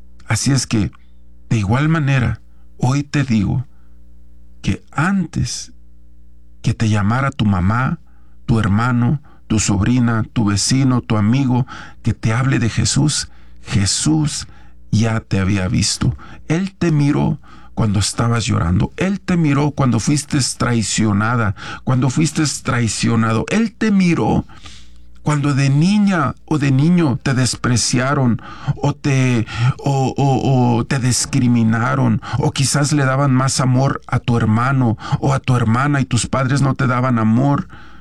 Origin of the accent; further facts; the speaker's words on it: San Francisco del Rincón, Guanajuato, Mexico; yo soy de Guanajuato, de un pueblo que se llama San Francisco del Rincón, Guanajuato, un ladito como a 20 minutos de León, Guanajuato.